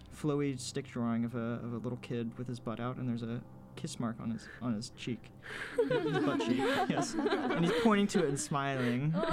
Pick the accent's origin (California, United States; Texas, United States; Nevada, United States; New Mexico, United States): Texas, United States; Duncanville, Texas, which is close to my hometown.